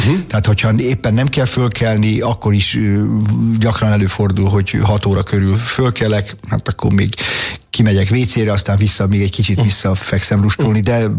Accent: Budaörs, Pest, Hungary; én budaörsi vagyok, tehát átmentünk az óvodába, és az semmi.

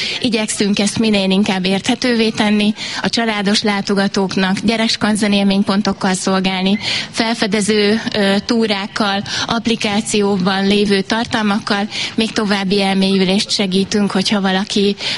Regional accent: Northern Hungary, Hungary; Az észak-magyarországi falu, ennek voltam a felelőse, amikor elkészült, innen származom, és ehhez köt a legtöbb érzelmi kötelék.

